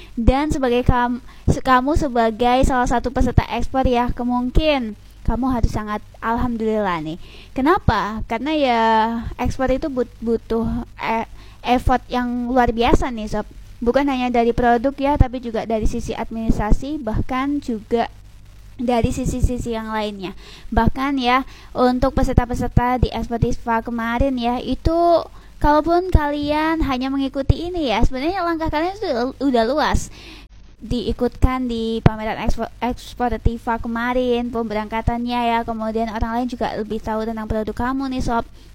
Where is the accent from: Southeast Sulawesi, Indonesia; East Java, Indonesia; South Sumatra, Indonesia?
East Java, Indonesia; Lamongan; apalagi kita asli Lamongan. Jadi jangan sampai ya kita sebagai orang Lamongan lengah dengan hal ini.